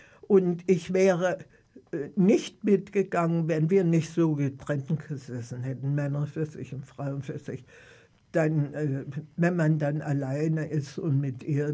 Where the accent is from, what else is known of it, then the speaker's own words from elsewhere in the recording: Eisenach, Thuringia, Germany; Aufgewachsen sind wir im Krieg. Dann haben wir die Nachkriegszeit erlebt. Wir haben nicht daran geglaubt. Und Eisenach lag ich nun direkt so an der Grenze.